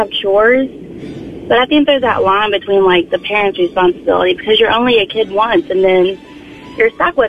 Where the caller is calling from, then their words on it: Braxton County, West Virginia, United States; I'm from Braxton County, so I always had chores.